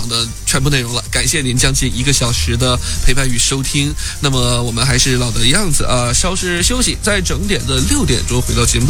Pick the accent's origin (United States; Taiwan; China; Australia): Australia; 是再次让咱们澳洲人狠狠骄傲了一把啊